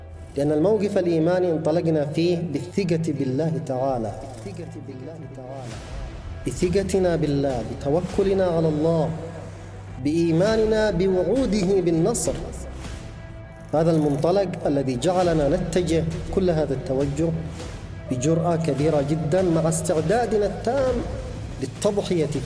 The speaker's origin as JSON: {"language": "Arabic", "country": "Yemen", "said": "نحن كشعب يمني"}